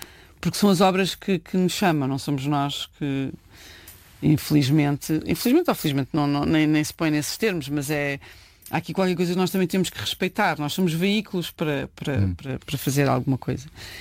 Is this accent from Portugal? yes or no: yes; Portugal; sendo eu portuguesa